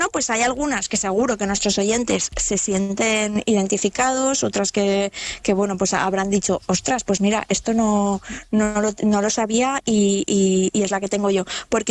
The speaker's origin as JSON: {"language": "Spanish", "region": "Valencian Community", "country": "Spain", "said": "siendo valenciana."}